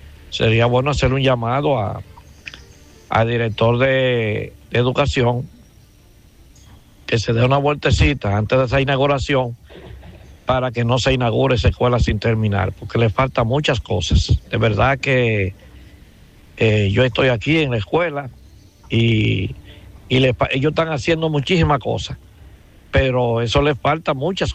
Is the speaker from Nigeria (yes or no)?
no; Dominican Republic; born there; Estoy reportando desde la comunidad del Guano, la tierra que me vio nacer